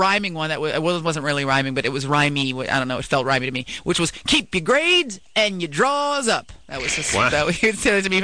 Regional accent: San Francisco, California, United States; I grew up in San Francisco.

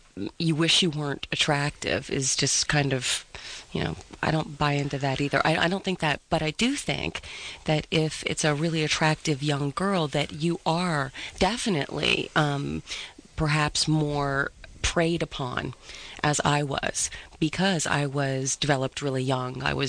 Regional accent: Steubenville, Ohio, United States; it deals with, just a lot of the issues and growing up in Steubenville and sort of a small-town girl and what happened and what drove me to the streets and why did I run away.

